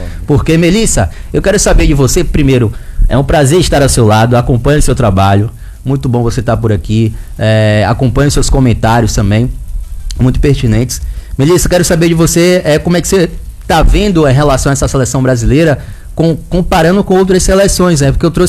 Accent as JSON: {"language": "Portuguese", "country": "Brazil", "said": "eu como bom brasileiro"}